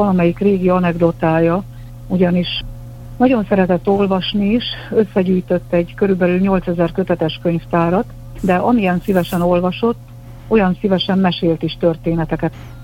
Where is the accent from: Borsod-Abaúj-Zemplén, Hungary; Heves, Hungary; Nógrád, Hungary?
Nógrád, Hungary; Szalmatercs; also born or lived in Körmend; én is ott születtem Körmenden, majd átköltöztünk egy Nógrád megyei faluba, édesapám volt a falu előjárója.